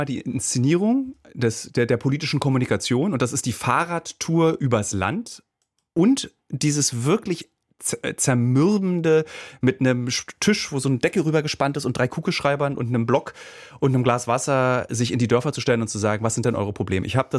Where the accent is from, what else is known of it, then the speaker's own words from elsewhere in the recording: Berlin, Germany; ich komme aus Ostberlin.